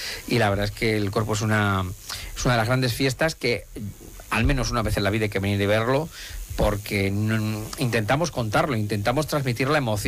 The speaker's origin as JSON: {"language": "Spanish", "region": "Castilla-La Mancha", "country": "Spain", "lives_now": "Toledo, Spain", "said": "aunque yo soy manchego, pero ya son tantos años también aquí y mi vida transcurre entre el Toledo y la Mancha"}